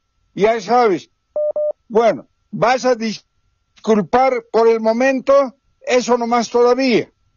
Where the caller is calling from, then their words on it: Caracara, Cochabamba, Bolivia; Yo soy de aquí de Caracara, le estoy hablando.